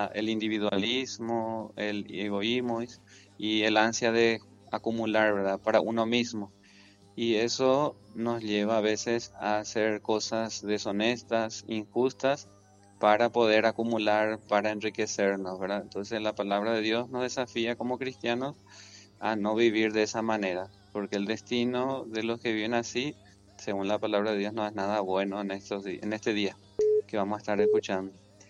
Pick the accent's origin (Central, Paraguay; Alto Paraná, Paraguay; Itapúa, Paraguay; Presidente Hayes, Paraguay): Itapúa, Paraguay; Carmen del Paraná; moved away; Nosotros somos de Carmel, Paraná, Itapúa